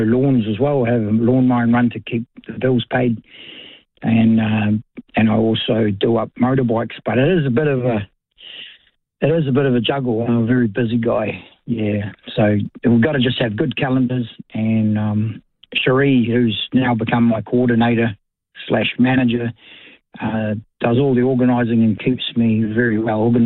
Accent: Otorohanga, Waikato, New Zealand; in Otrahonga, in my hometown

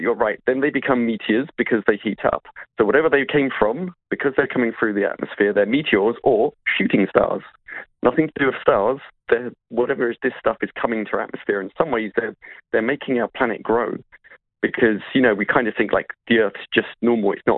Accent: England, United Kingdom; accent: English; I would always, with my English accent, yes, you know, and I'm not going to start singing … it's Halley's Comet, right?

